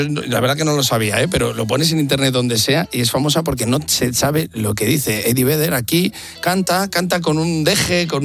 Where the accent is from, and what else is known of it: Aragon, Spain